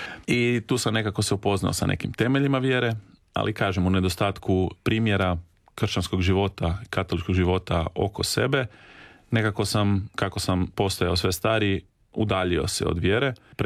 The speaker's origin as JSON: {"language": "Croatian", "town": "Rijeka", "region": "Primorje-Gorski Kotar County", "country": "Croatia", "tie": "born there"}